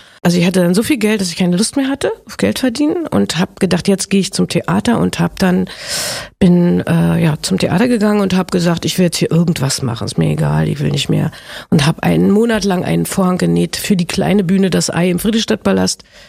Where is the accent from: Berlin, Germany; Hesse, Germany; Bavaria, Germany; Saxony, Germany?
Berlin, Germany